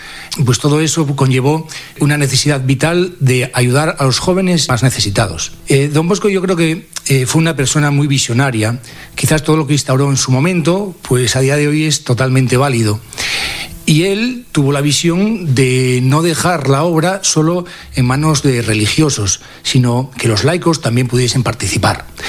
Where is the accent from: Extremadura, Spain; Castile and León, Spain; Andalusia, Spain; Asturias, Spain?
Asturias, Spain; La Felguera; now in Oviedo, Spain; yo vengo de una familia cristiana, soy de La Floguera, ya llevo muchos años viviendo aquí en Oviedo